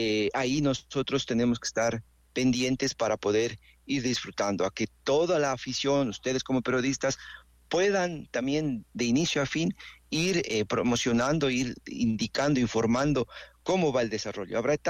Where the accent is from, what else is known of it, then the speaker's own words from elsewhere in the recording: Ecuador; sin necesidad de ser triunfalistas como lamentablemente somos los aficionados ecuatorianos.